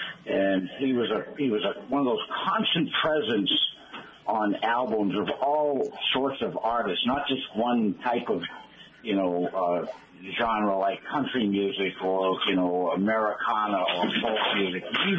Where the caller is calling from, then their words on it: Colorado, United States; you know I'm from Colorado.